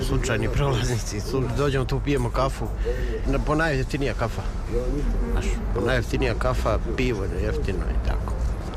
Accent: Belgrade, Serbia; Ovaj dečko iz Rume, ja sam sa Karaburme, ne zadržavamo se dugo

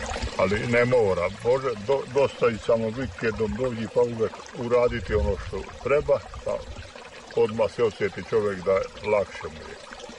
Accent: Senta, Vojvodina, Serbia

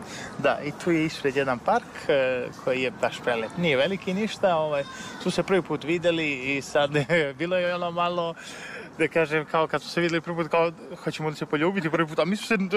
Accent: Zlatibor, Zlatibor District, Serbia; Ja sam sa Zlatibora, prvo sam tražio to u Užicu

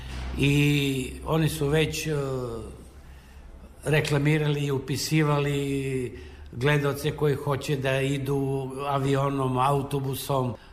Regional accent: Vlasotince, Southern and Eastern Serbia, Serbia; pošto sam ja rodom iz Vlasotice i on je Vlasotinčanin.

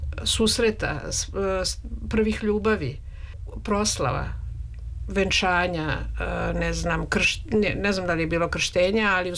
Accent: Belgrade, Serbia; Ja sam dete iz Beograda i kafana nikad nije bila mesto na kome sam se ja osjećala prijatno

